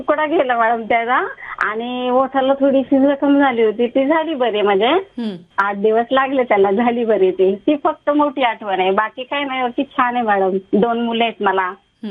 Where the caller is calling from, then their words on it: Pune, Maharashtra, India; मी पुण्यातली आहे, माझ्या मिस्टर गावाकडचे, आमचं भोर तालुक्यामध्ये सांगवी गाव आहे।